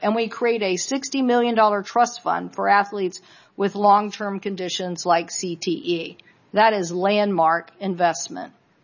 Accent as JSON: {"language": "English", "region": "Washington", "country": "United States", "tie": "born or raised there", "said": "Kansas, Colorado, Rutgers, and Washington State, my home state, beloved institutions with strong alumni bases and storied histories, are getting hollowed out."}